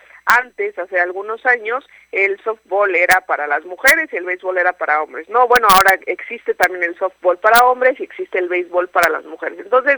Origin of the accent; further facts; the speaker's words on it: Mexico; como mexicanos nos gusta exigirnos